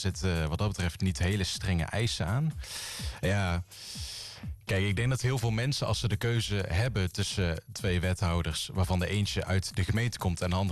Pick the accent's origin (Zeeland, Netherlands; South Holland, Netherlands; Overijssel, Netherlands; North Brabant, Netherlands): North Brabant, Netherlands; Dongen; now in Breda, Netherlands; Ik kwam uit Dongen